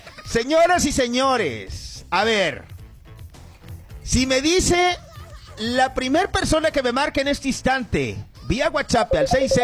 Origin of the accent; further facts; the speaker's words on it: Badiraguato, Sinaloa, Mexico; born there; ¡Arriba Badiraguato! ¡Mi tierra natal!